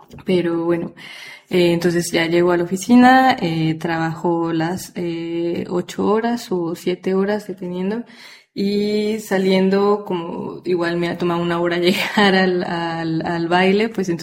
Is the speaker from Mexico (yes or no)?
yes; Mexico; now in Denmark; Como mantener como también México dentro de mí, ¿no? O sea, como las raíces, la música, el baile, el vestuario, todo.